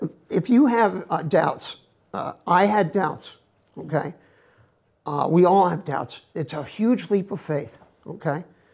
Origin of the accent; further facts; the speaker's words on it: Chicago, Illinois, United States; We're from Chicago.